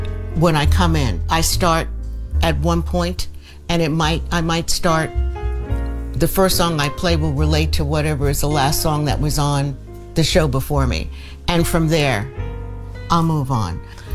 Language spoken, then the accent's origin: English; New York City, New York, United States; I'm a radio broadcaster, and I have been for 50 years now. I was born in 1954 in New York City. New York was a great place to grow up because you were exposed to so much culture.